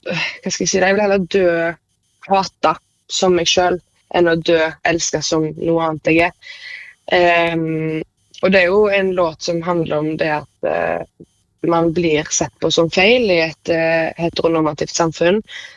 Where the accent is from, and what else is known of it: Haugesund, Rogaland, Norway; born there; moved away